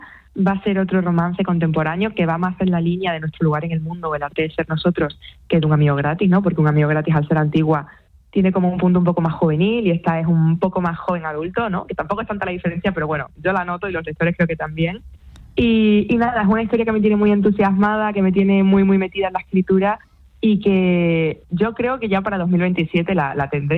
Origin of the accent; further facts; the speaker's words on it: Extremadura, Spain; Y a mí me gusta mucho mi tierra, me gusta estar con mis amigas de allí, con mis abuelos, con mis tíos, con mis padres, con mi mascota. Y voy, la verdad, que siempre que puedo, que no suele ser muy a menudo, porque por desgracia también las comunicaciones que tenemos en Extremadura son complicadas